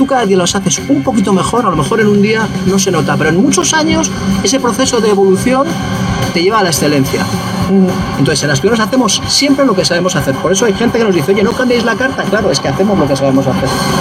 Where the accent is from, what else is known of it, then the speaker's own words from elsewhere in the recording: Madrid, Community of Madrid, Spain; la calle Vallehermoso es mi pueblo. Aquí vinieron mis padres a finales de los años 60 y cogieron el traspaso de un bar-restaurante que ya era de asturianos